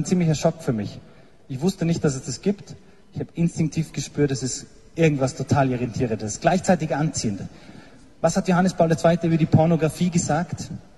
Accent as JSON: {"language": "German", "region": "Salzburg", "country": "Austria", "said": "ich komme aus Salzburg"}